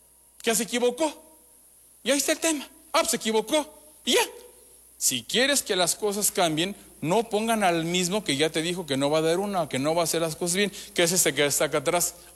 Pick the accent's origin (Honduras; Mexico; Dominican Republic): Mexico; porque soy mexicano